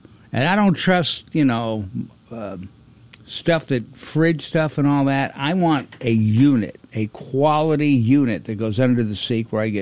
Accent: Chicago, Illinois, United States; Growing up in Chicago, longtime Chicago sports fan, trying to keep my enthusiasm tempered for the Cubs.

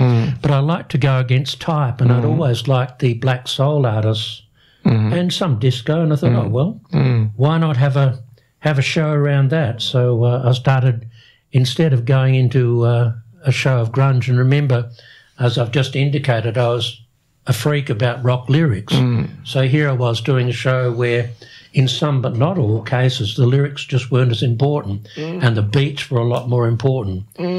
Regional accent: Perth, Western Australia, Australia; moved away as an adult; also born or lived in Canberra / Ontario / Melbourne; I grew up in Perth and did degrees there, and then I did a small slot in Canberra in the public service, as everyone does. Mm-hmm. Then I did another degree in Ontario, then I did a spell in Perth, and then I did a spell in Melbourne

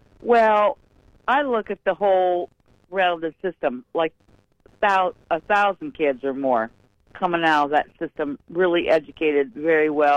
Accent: Ohio, United States; now in Plain Township, Stark County, Ohio, United States; I'm from Southern Ohio

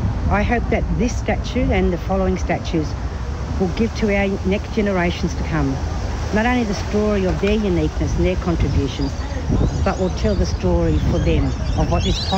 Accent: Moree, New South Wales, Australia; now in Adelaide, Australia; I'm a descendant of the Gamilaroi Nation from northern New South Wales. Moree is my hometown. And I've been here in Adelaide for the last 22 years now.

